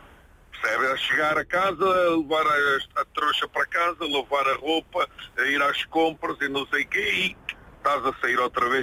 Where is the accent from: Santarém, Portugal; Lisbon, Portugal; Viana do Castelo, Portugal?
Lisbon, Portugal; moved away as an adult; also born or lived in Coimbra / Aveiro; now in Belgium; eu nasci em Coimbra, fui criado em Lisboa, na zona do Dafo. Casei com uma moça de Aveiro, vim para Aveiro, divorciei-me em Aveiro e vim para a Bélgica.